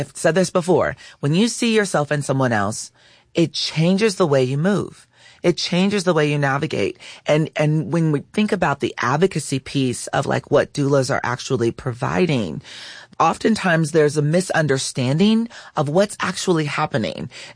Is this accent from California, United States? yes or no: yes; California, United States; So I'm from California. My oldest was born in California. My family is from Arkansas.